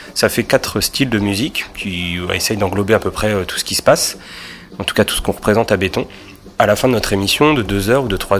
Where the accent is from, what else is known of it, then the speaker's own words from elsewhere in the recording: Bourges, Centre-Val de Loire, France; on est de la région centre, moi je viens de Bourges.